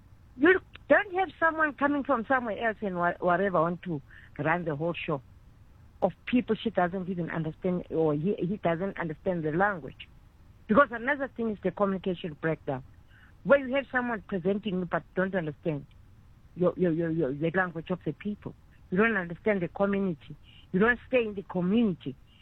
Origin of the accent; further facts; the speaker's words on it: South Africa; I'll talk about South Africa because I'm a South African.